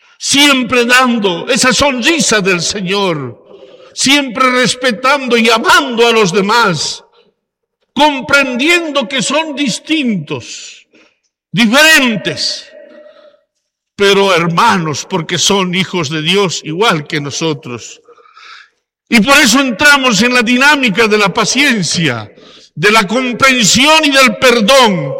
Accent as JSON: {"language": "Spanish", "region": "La Paz", "country": "Bolivia", "said": "como buenos franciscanos, como buenos paceños, como buenos bolivianos"}